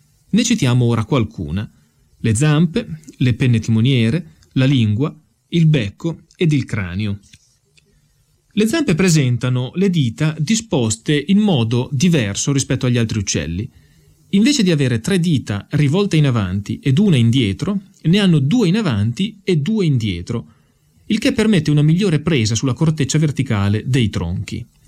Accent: Emilia-Romagna, Italy; Dalle mie parti, cioè nella campagna pianeggiante ai piedi dell'Appennino modenese e sulle colline

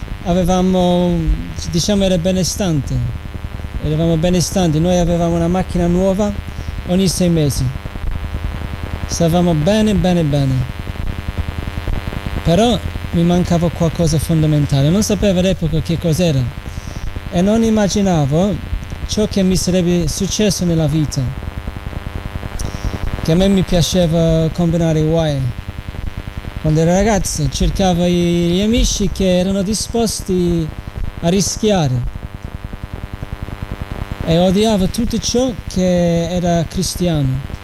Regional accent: London, United Kingdom; Italian is a second language; moved away; io sono cresciuto in Inghilterra, precisamente a Londra.

